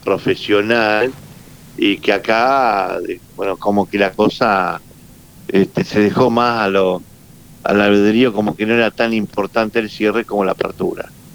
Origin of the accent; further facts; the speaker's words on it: Santa Fe, Argentina; soy de Santa Fe. Bueno, Rosario.